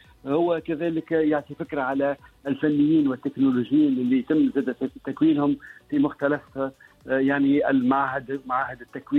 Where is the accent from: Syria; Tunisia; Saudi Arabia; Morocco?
Tunisia